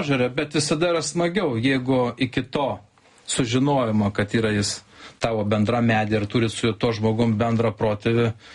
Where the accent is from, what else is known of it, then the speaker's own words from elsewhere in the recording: Anykščiai, Utena County, Lithuania; moved away; aš kilęs iš Anykščių